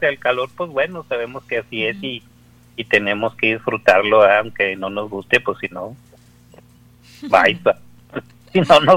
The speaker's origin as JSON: {"language": "Spanish", "town": "Ciudad Juárez", "region": "Chihuahua", "country": "Mexico", "said": "a pesar de que somos de aquí de Juárez y nos decimos diocesanos, no conocemos."}